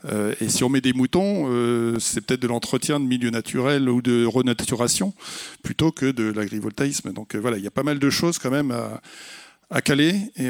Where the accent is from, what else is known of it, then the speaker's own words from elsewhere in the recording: Normandy, France; Alors je suis normand, donc je vais vous faire une réponse de normand.